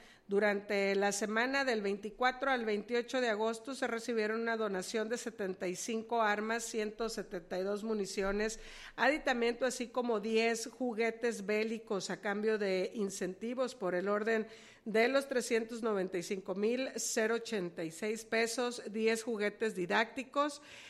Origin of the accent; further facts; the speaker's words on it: Mexico; a nosotros se nos durmió como mexicanos